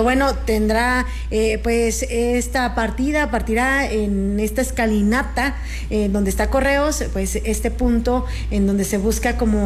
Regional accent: Cuernavaca, Morelos, Mexico; Y eso que somos aquí de Cuernavaca

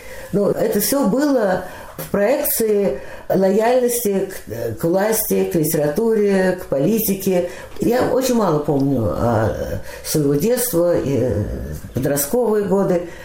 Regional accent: Moscow, Russia; moved away as an adult; В 43-м году я родилась, и так в Москве и осталась.

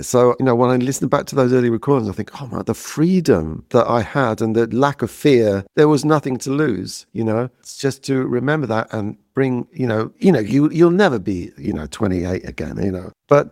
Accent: High Wycombe, South East England, United Kingdom; born there; my hometown at the time, High Wycombe

